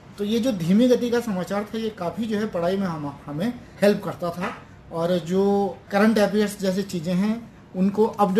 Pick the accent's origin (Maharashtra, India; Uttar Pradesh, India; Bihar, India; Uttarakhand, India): Uttarakhand, India; Tehri; हम लोग उत्तराखंड के मैं टेहरी से बिलोंग करता हूँ तो गढ़वाल के रहने वाले हैं